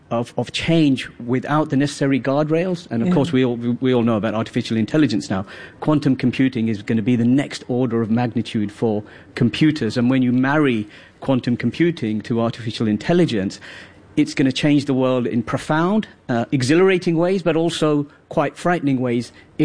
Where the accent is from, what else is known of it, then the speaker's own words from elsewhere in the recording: United Kingdom; because I myself, as a British Asian, who grew up watching James Bond with my dad in particular